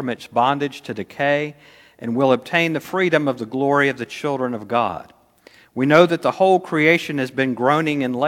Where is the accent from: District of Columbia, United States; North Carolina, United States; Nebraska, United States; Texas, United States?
North Carolina, United States; Hickory; moved away as an adult; my hometown of Hickory, North Carolina